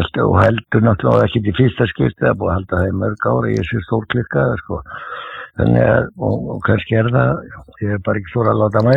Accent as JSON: {"language": "Icelandic", "town": "Reykjavík", "region": "Capital Region", "country": "Iceland", "tie": "born or raised there", "said": "Já, ég er fæddur og uppalinn í Klefsholtinu og ef einhver hefur verið Þróttari þá voru það við Klefsararni, sko."}